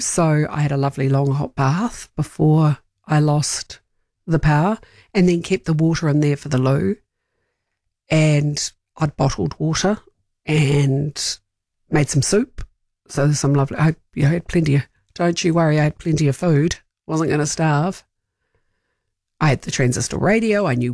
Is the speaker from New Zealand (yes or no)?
yes; New Zealand; my hubby is Dutch, I'm a Kiwi.